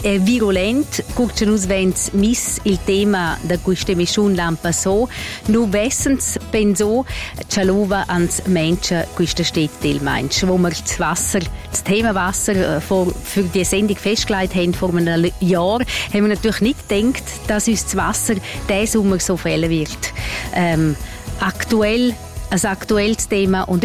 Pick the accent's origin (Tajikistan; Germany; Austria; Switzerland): Switzerland; Graubünden; Sono cresciuta in les montagnes, ich bin im Engadin aufgewachsen, als Bergmeitli.